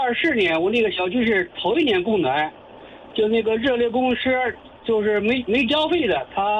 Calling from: Handan, Hebei, China; 河北邯郸临潭县。

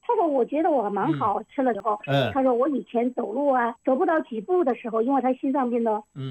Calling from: Xiaogan, Hubei, China; 我在孝感。

